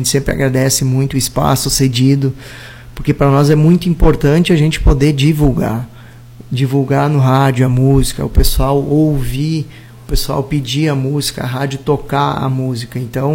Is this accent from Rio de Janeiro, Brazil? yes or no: no; Lajeado, Rio Grande do Sul, Brazil; a gente vem lá do Vale do Taquari, de Lajeado